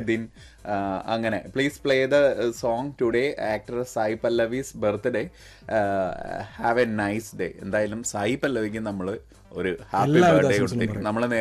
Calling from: North Paravur, Kerala, India; North പറവൂരിൽ നിന്നാണ്.

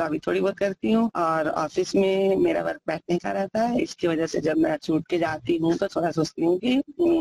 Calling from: Varanasi, Uttar Pradesh, India; बनारस लहर तारा बनारस से बोल रहे हैं

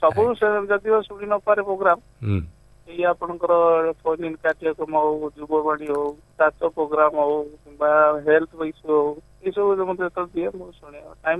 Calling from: Angul, Odisha, India; ଅନୁଗୁଳରୁ କହୁଥିଲି ସାର୍।

